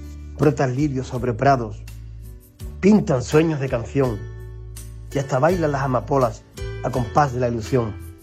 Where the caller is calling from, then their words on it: San Roque, Andalusia, Spain; soy de San Roque.